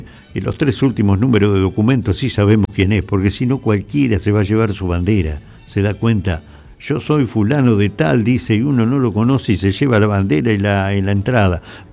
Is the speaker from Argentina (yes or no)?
yes; Argentina; Somos argentinos